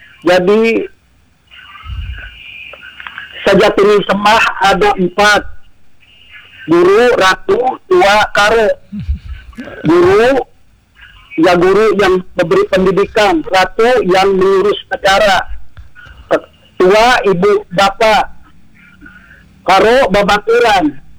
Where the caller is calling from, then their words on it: Subang, West Java, Indonesia; Sama saya dari Subang.